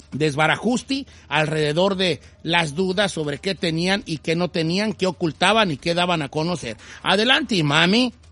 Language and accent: Spanish; Guadalajara, Jalisco, Mexico; Soy de Guadalajara y allá decimos opciones.